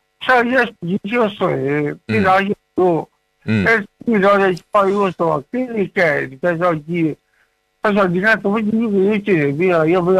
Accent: Jiangsu, China; 我是江苏那边的。

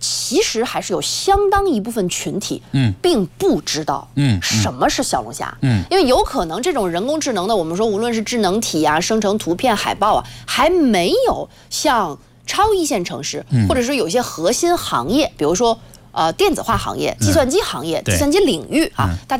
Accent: China; 我们中国人非常熟悉的新东西

